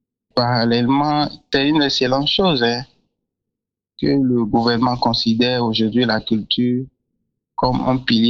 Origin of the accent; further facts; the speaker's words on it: Benin; en tant que Béninois